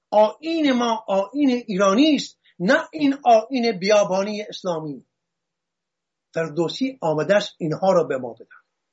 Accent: Hamadan, Iran; born there; در گنجنامه همدان زادگاه من

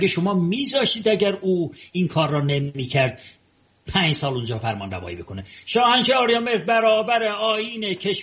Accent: Tehran, Tehran Province, Iran; also born or lived in Ardabil; من خودم به چشم خودم دیدم تبلها و شمشیر به سر و کله کوبیدن در اردبیل، که من اردبیلی هستم، در تهران بزرگ شدم و من اردبیلی هستم.

